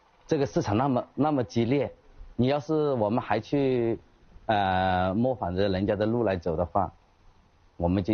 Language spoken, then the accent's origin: Chinese; Hunan, China; 我们原来一直在做泡胶，这其实泡胶也不是我们湖南人的一个亮点，剁辣椒才是真正湖南人的灵魂。